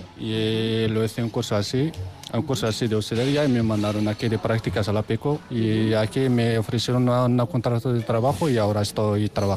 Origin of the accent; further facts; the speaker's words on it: Morocco; Spanish is a second language; moved away as an adult; Egunon, sí, soy marroquí y bueno, y … soy marroquí, sí, claro.